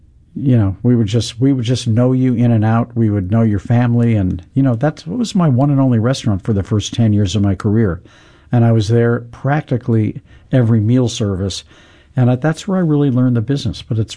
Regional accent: St. Louis, Missouri, United States; moved away; also born or lived in New York City; when I grew up in St. Louis.

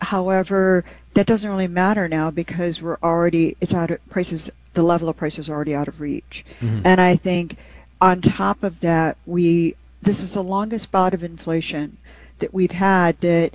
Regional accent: Detroit, Michigan, United States; and I'm a child of the 1970s, and I became an economist because I grew up in Detroit.

